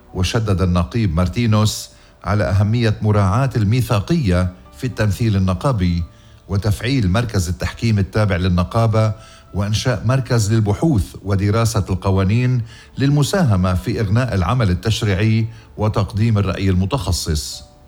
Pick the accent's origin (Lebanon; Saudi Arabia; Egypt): Lebanon; بوطني ووطنكم لبنان